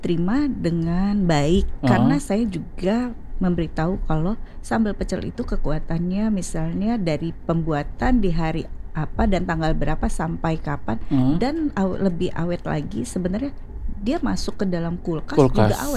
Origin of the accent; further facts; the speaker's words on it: Lampung, Indonesia; Sebetulnya saya asli orang Lampung, tapi saya punya suami dan keluarga orang Lampung, orang Jawa.